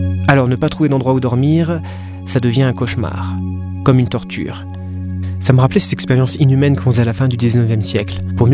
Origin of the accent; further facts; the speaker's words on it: France; je suis français.